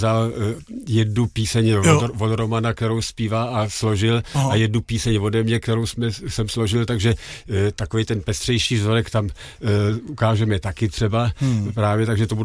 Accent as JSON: {"language": "Czech", "town": "Karlovy Vary", "region": "Karlovy Vary Region", "country": "Czechia", "tie": "born or raised there", "also_born_or_lived": "Velké Losiny", "accent": "Karlovy Vary"}